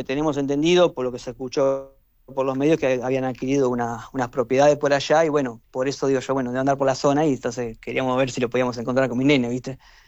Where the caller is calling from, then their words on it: Mar del Plata, Buenos Aires Province, Argentina; De Mar del Plata.